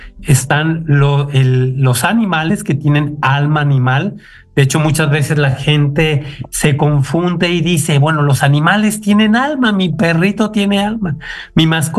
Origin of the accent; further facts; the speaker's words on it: Aguascalientes, Mexico; Mira, yo soy de Aguascalientes, México, y empecé en el seminario hace 40 años.